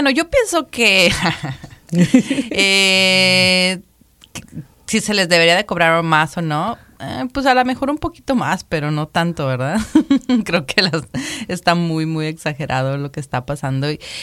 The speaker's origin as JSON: {"language": "Spanish", "country": "Mexico"}